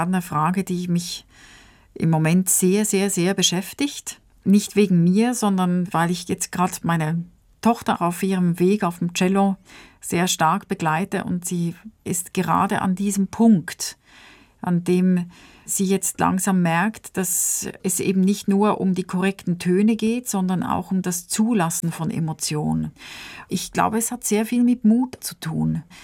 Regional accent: Switzerland; born or raised there

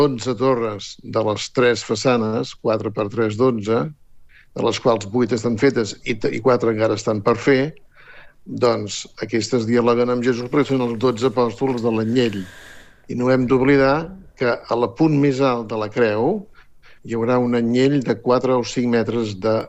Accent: La Selva del Camp, Catalonia, Spain; Exactament, jo soc fill de la Selva del Camp i Gaudí va néixer a Reus a 7 quilòmetres, justos.

